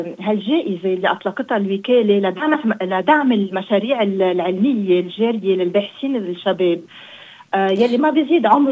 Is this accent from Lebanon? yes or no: yes; Lebanon; لبنان، بلدنا لبنان.